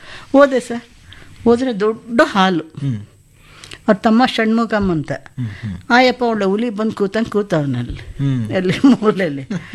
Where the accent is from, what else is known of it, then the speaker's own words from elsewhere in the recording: Chennai, Tamil Nadu, India; born there; ನಾನು ಹುಟ್ಟಿದ್ದು ಮೆಡ್ರಾಸು, ಓದಿದ್ದು ತೆಲುಗು.